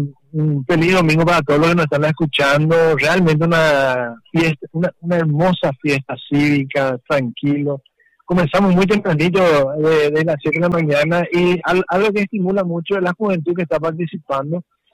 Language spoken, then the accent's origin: Spanish; Encarnación, Itapúa, Paraguay